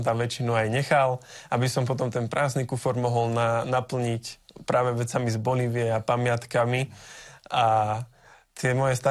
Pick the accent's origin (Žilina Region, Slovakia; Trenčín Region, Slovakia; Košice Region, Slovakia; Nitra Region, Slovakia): Trenčín Region, Slovakia; Dubnica nad Váhom; u nás v Dubnici v kostole